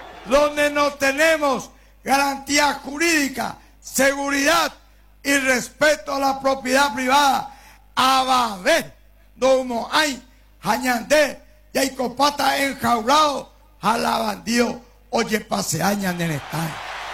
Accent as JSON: {"language": "Spanish", "country": "Paraguay", "said": "Como cristiano, como paraguayo"}